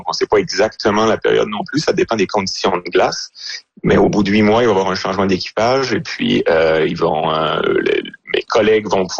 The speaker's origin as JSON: {"language": "French", "region": "Quebec", "country": "Canada", "said": "moi, je viens de l'Abitibi, donc je suis habitué"}